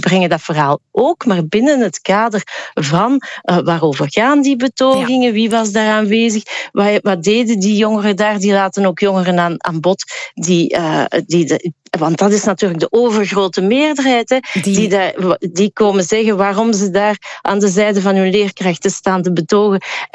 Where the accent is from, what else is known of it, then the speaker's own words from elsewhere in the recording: Flanders, Belgium; maar wat zijn wij nu toch eigenlijk als Vlamingen aan het doen, dat wij daar zo op focussen?